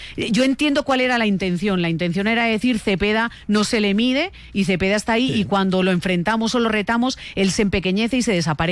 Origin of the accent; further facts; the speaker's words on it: Spain; now in Colombia; yo no puedo votar porque soy española